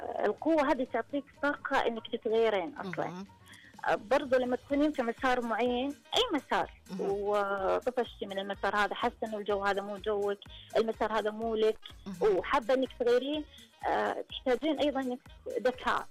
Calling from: Taif, Makkah Province, Saudi Arabia; أنا من الطائف

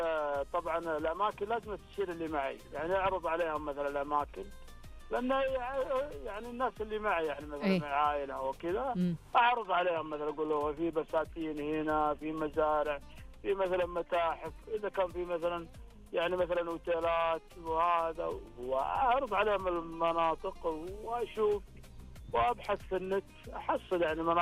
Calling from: Riyadh, Riyadh Province, Saudi Arabia; أتكلم من الرياض

